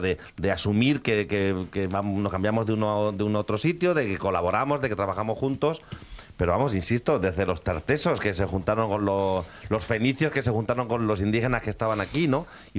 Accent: Badalona, Catalonia, Spain; Venimos de Badalona y justo lo decimos

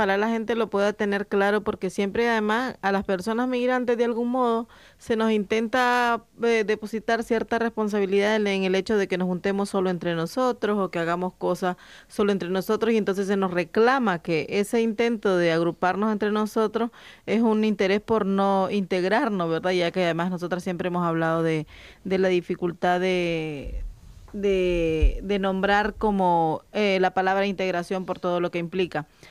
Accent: Nicaragua; Y yo, por ejemplo, soy del norte de Nicaragua y también pues soy de origen campesino. Mis padres son campesinos y luego también viví en la ciudad.

